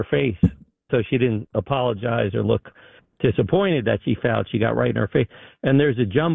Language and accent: English; South Orange, New Jersey, United States; like I grew up in South Orange